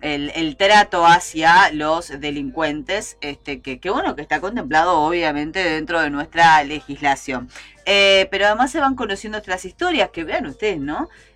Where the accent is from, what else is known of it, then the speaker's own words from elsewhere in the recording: Barros Blancos, Canelones, Uruguay; born there; Yo soy de Barros Blancos, viví parte de mi infancia y de mi adolescencia allá